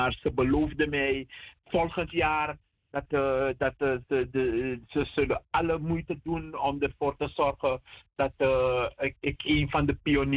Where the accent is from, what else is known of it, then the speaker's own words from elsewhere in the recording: Ghana; wij de diaspora van Afrika, de motherland in dit geval van Ghana, want we komen niet alleen uit Ghana